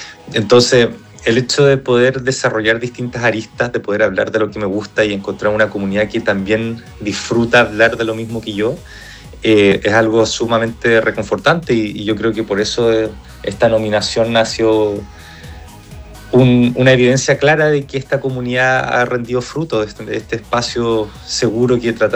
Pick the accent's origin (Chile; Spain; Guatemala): Chile; Entonces estoy todavía en esa campaña de convencer de que soy chileno